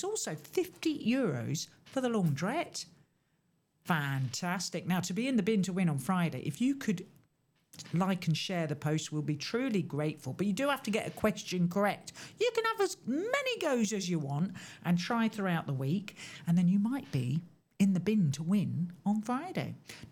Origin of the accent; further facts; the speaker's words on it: Windsor, South East England, United Kingdom; moved away; also born or lived in Eton; my hometown is actually Eton originally, or Windsor, but now mum's got a base down in Eton.